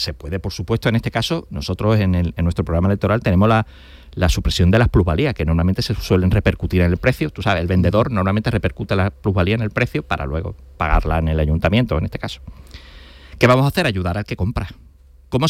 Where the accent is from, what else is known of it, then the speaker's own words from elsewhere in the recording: Cádiz, Andalusia, Spain; porque yo soy gaditano y a mí la parte de Jerez me dice que se está arrancando mucho viñedo, mucha vid.